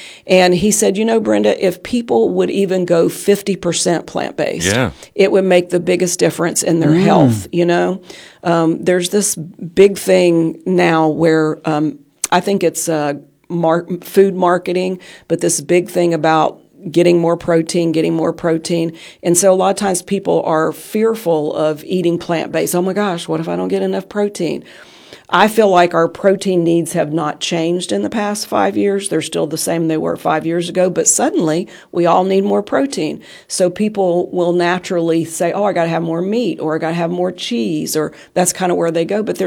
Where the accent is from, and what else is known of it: West Virginia, United States; born or raised there